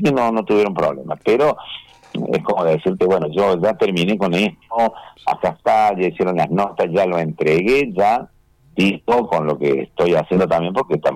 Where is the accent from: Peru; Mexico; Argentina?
Argentina; Al margen de que cada uno ya nace en distintas provincias, somos todos argentinos.